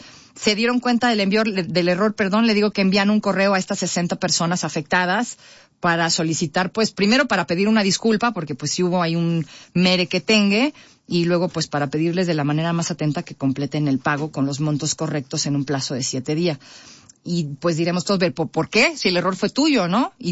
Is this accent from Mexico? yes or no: yes; Mexico; Somos mexicanos, insisto